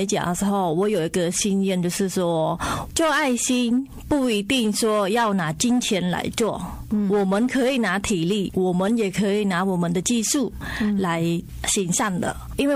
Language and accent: Chinese; Cambodia; Chinese is a second language; now in Taoyuan, Taiwan; 其实从我来到台湾之后，我记得说，因为我住桃园嘛，那桃园的相关政府还蛮注重我们新住民的一些开很多课程，那我也想说，其实我们柬埔寨在台湾蛮少的